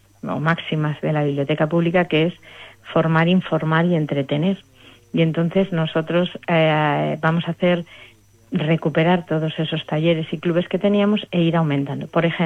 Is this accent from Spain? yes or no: yes; Spain; todos tenemos así ese orgullo de ¡ay, que somos españoles!